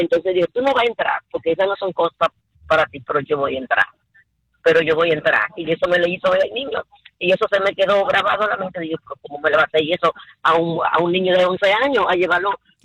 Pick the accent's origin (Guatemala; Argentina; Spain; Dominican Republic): Dominican Republic; yo soy dominicana